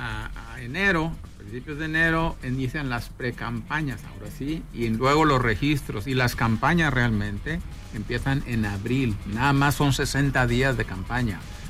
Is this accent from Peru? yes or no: no; Mexico; lo que no hacemos nosotros como mexicanos